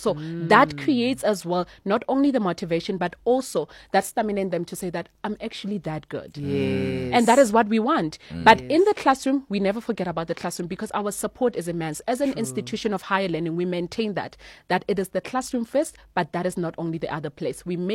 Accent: Pretoria, Gauteng, South Africa; I'm from Pretoria.

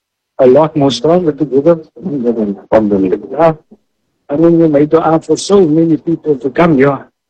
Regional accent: Cape Town, Western Cape, South Africa; from Cape Town.

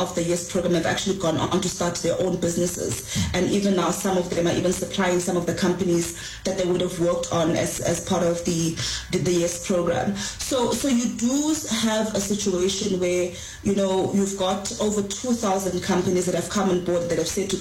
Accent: South Africa; first language xh; English is a second language; having gone through an education system where I received, you know, isiXhosa, mother tongue, as my first language

